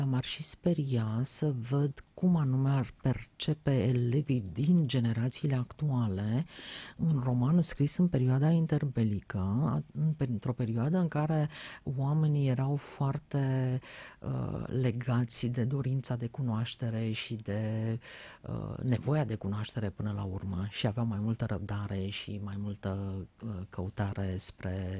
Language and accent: Romanian; Ploiești, Prahova, Romania; eu sunt din Ploiești sau cam așa